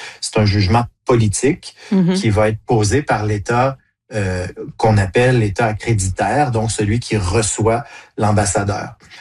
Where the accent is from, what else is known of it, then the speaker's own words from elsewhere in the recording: Canada; chez nous au Canada, le délai qu'on a décidé, c'est un délai de 10 jours.